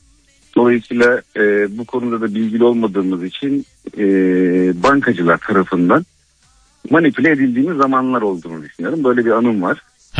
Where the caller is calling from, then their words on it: Istanbul, Turkey; İstanbul'dan arıyordum.